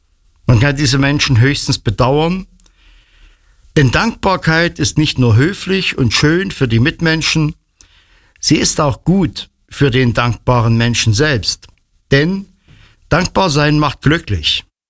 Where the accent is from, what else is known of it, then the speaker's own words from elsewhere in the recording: Mansfeld, Saxony-Anhalt, Germany; ich komme aus Mansfeld.